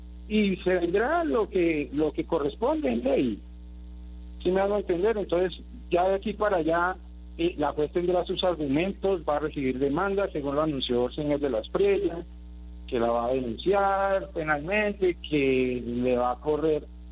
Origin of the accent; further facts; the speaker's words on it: Colombia; Entonces, todos somos colombianos, todos nos tenemos el derecho de vestir la camiseta de la Selección Colombia.